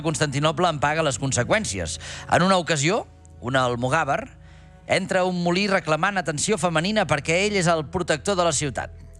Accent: Catalonia, Spain; jo sóc català, també.

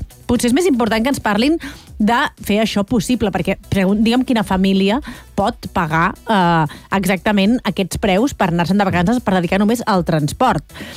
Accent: Catalonia, Spain

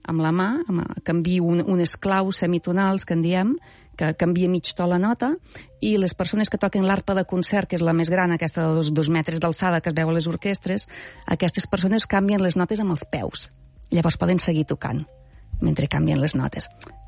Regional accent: L'Espluga de Francolí, Catalonia, Spain; moved away as an adult; also born or lived in Scotland / Belgium; jo vinc de l'Espluga de Francolí, és un poble, doncs ara tenim 4.000 habitants, hi ha una escola de música

